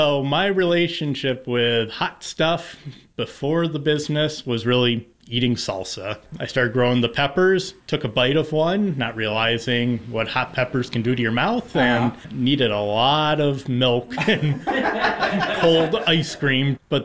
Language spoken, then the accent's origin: English; Hadley, Massachusetts, United States; I am genuinely proud to be born and raised in Hadley.